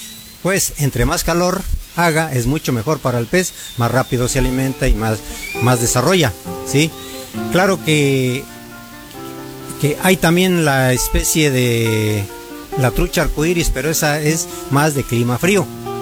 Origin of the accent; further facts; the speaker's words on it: San Bartolo Tutotepec, Hidalgo, Mexico; Exactamente, somos originarios de aquí de San Bartolo, Tutotepec. Somos nacidos aquí en la colonia industrial, la calle 16 de enero, número 20